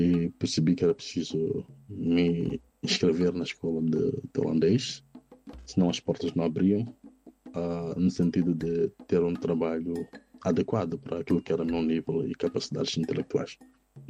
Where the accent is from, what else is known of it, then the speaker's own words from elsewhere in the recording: Mozambique; moved away as an adult; now in Netherlands; do mundo de onde eu venho, Moçambique